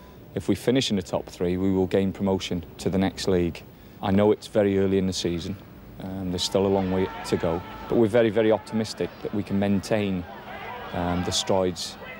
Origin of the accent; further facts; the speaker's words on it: Newport, Wales, United Kingdom; I'm originally from South Wales. I was brought up in not far from the docks in Newport.